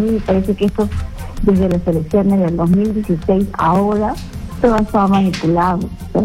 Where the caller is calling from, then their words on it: Lima, Peru; De la Victoria.